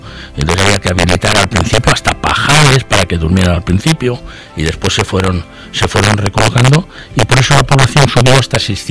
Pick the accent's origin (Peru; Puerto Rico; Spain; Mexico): Spain; Campo, Aragon; Mi pueblo es un pueblo agrícola, pero muy cercano al río Nogueras de Bagorzana, y a partir de finales de los 50, yo nací en el 51